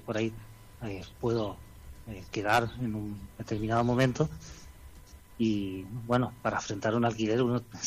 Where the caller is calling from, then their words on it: Quitilipi, Chaco, Argentina; Soy de Quitilipi